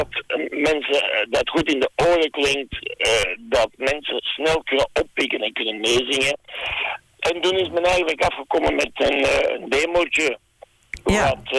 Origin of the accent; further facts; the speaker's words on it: Stabroek, Flanders, Belgium; Ik kom uit België, uit Vlaanderen. Uit Stabroek hier, net eigenlijk. Ja. De grens met Putten.